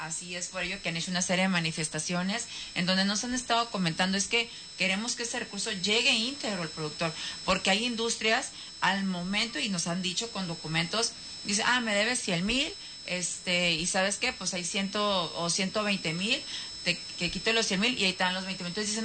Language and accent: Spanish; Baja California, Mexico; venimos del Valle de Mexicali